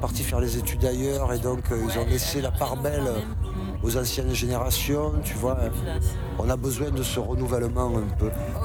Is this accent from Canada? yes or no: no; Marseille, Provence-Alpes-Côte d'Azur, France; on est Marseillais, et c'est notre ciment, c'est notre cohésion, c'est notre... Je suis souvent fier d'être Marseillais